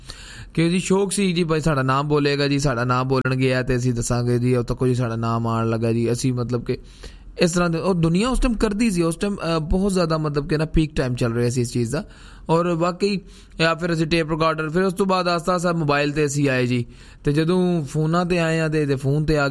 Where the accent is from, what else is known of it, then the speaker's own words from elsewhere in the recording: Pakistan; moved away; ਜਦੋਂ ਮੈਂ ਪਾਕਿਸਤਾਨ ਤੋਂ ਆਇਆ